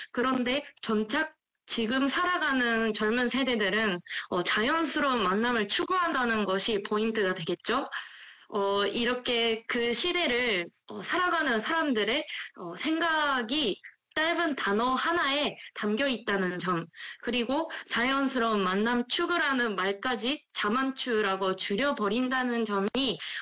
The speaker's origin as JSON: {"language": "Korean", "country": "Japan", "second_language": "Korean", "said": "제가 유학 입학한 당시에는 대학원에서는 제가 유일한 일본인 학생이었거든요."}